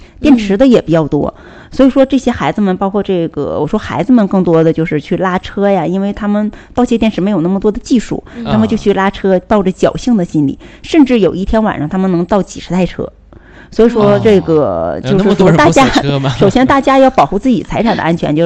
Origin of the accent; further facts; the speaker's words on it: Northeast China, China; now in Hainan, China; 在我们东北这个地区